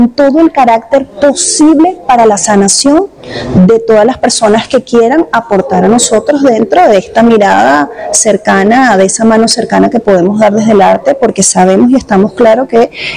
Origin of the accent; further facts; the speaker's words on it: Venezuela; now in San Martín, Venezuela; yo soy orgullosamente venezolana